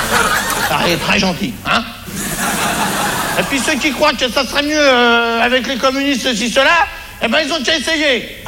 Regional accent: France

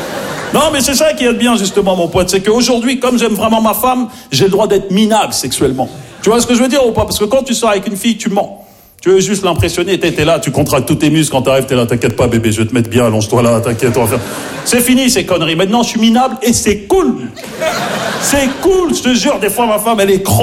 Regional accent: Maisons-Alfort, Île-de-France, France; born or raised there

